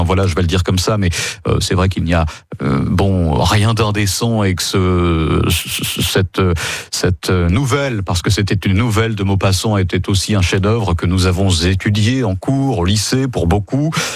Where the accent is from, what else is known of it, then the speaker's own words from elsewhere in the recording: France; chez nous en France